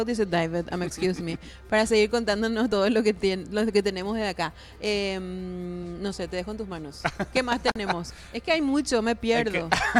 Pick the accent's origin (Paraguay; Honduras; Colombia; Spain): Paraguay; No, aparte como paraguayos sí o sí tomamos algo frío, no importa cada 4 grados.